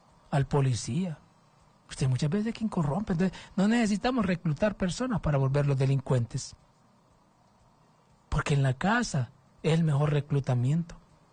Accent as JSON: {"language": "Spanish", "country": "Honduras", "said": "como hondureño no le van a perdonar"}